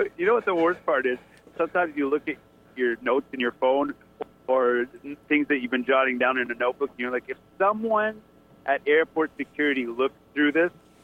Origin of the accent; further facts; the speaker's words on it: Canada; I'm pretty much giving my perspective as a Canadian neighbor on what's going on in the States right now